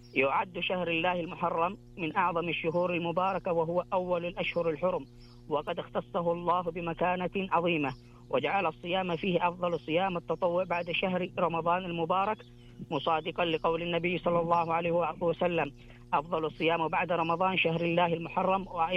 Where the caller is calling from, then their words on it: Turabah, Makkah Province, Saudi Arabia; أكلمك قريب من تربة